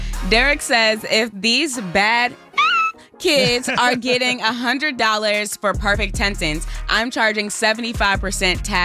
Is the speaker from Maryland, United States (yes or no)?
no; South Carolina, United States; born or raised there